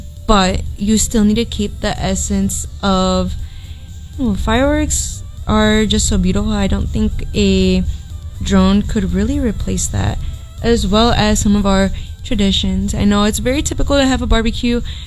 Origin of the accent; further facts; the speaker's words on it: Chicago, Illinois, United States; We're from Chicago. Can't put ketchup on our hot dogs.